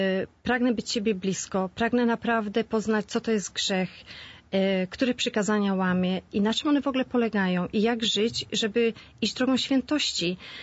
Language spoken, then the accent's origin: Polish; Świnoujście, West Pomeranian Voivodeship, Poland; born or raised there; moved away